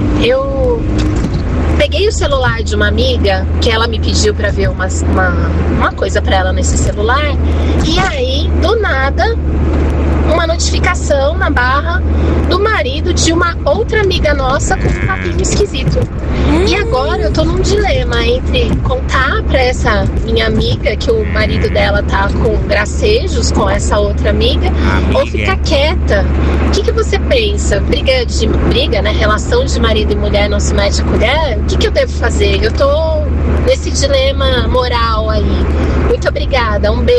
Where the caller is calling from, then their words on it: Taboão da Serra, São Paulo, Brazil; eu sou de Taboão.